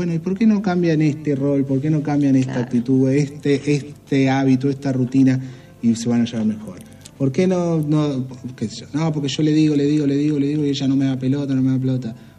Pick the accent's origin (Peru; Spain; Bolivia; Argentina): Argentina; No, yo soy así porque soy argentino. Yo soy así porque soy de Cava.